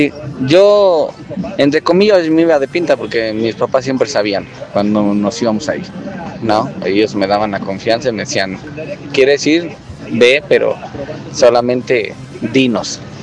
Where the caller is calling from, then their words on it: Mexico City, Mexico; Soy de la Ciudad de México, ahí en la alcaldía Iztacalco.